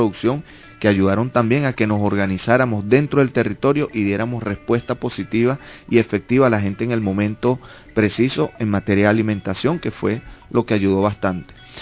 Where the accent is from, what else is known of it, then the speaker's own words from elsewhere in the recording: Venezuela; entendiéndonos como venezolanos